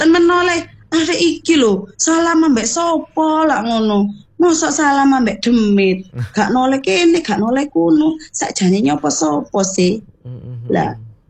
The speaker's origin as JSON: {"language": "Indonesian", "town": "Surabaya", "region": "East Java", "country": "Indonesia", "tie": "born or raised there", "lives_now": "Karangindah, Indonesia", "said": "saya aslinya kecil besar pun di Rungkut tapi sekarang tinggal di Karangindah"}